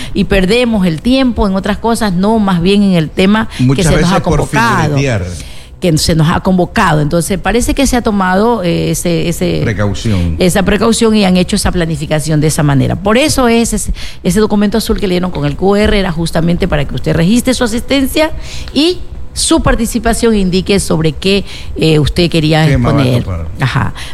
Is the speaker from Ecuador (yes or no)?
yes; Ecuador; yo me quedo aquí en mi país precioso, bello. Aquí es un país tan rico que, oiga, no quisiera verme vivir en otro país.